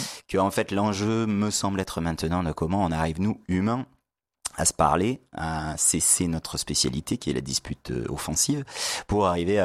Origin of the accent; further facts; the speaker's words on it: Avignon, Provence-Alpes-Côte d'Azur, France; born there; Moi, je suis né à Avignon.